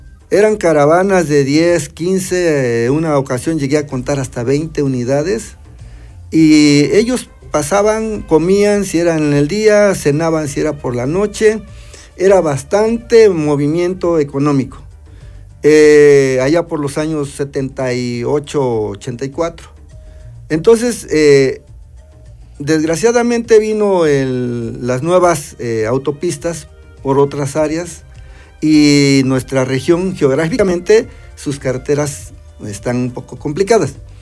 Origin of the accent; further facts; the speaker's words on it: Tetelcingo, Mexico; soy originario de Tetelcingo.